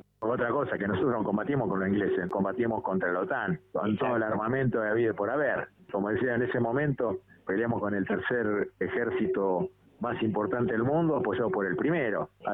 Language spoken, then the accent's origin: Spanish; Argentina; Yo quiero que los recuerden como argentinos que fuimos a defender la patria.